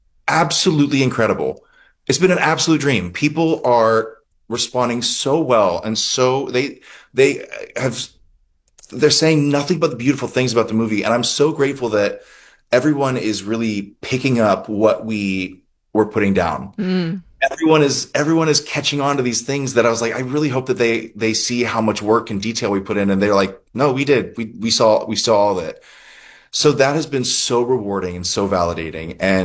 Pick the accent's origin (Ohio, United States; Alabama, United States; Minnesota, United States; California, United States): Ohio, United States; Dover; my hometown in Dover at the Quaker Cinema